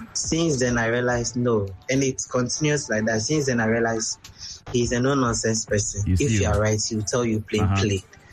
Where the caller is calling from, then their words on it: Jamestown, Greater Accra, Ghana; I'm speaking from Jamestown.